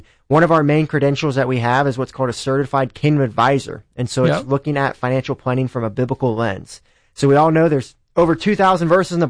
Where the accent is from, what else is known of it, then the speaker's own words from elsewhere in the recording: Carroll, Ohio, United States; I'm from Carroll, Ohio specifically. So rural community as well. I live downtown now.